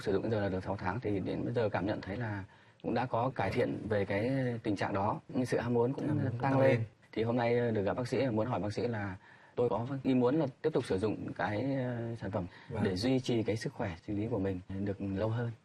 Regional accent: Hanoi, Vietnam; tôi năm nay 57 tuổi. Tôi đến từ Hà Nội.

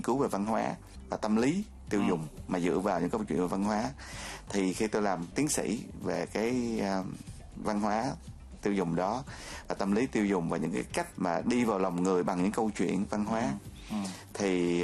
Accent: Phan Thiet, Bình Thuận, Vietnam; born or raised there

